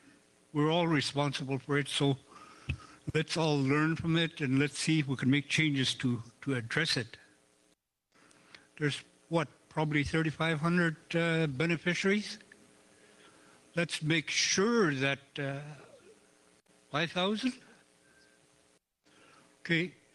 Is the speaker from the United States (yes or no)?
no; Fort Good Hope, Northwest Territories, Canada; I'm from Port Good Hope.